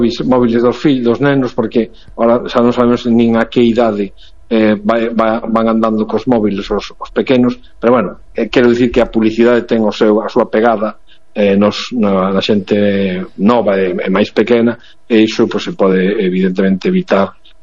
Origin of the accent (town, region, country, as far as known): Lugo, Galicia, Spain